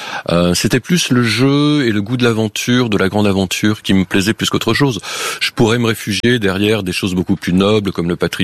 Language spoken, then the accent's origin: French; Les Arcs, Auvergne-Rhône-Alpes, France; Alors, je voulais travailler dans ma montagne. J'ai grandi aux Arcs, en Haute-Tarentaise, dans une station de sport d'hiver.